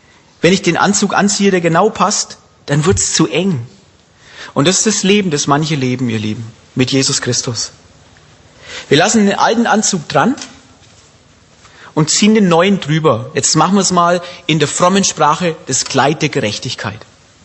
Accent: Bavaria, Germany; Man merkt auch, man muss als Franke essen wir gern Klöße, ne? Ich weiß nicht, was man hier gern isst, aber bei uns essen wir gern Klöße.

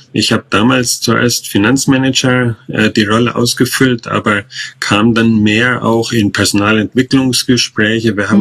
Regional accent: Central Germany, Germany; born there; Ich komme hier gebürtig aus der Mitte von Deutschland. Vielleicht hört man das auch ein bisschen an meinem Akzent.

